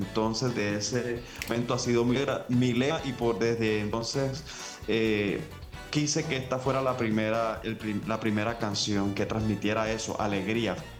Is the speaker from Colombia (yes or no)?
yes; Valledupar, Cesar, Colombia; also born or lived in Tamalameque; Soy de Valledupar, pero nací en Tamalameque, Cesar.